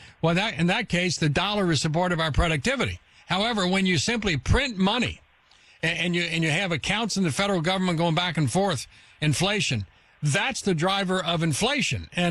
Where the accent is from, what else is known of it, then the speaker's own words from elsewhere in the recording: Kentucky, United States; Of course, Senator Rand Paul from my home state of Kentucky is the junior senator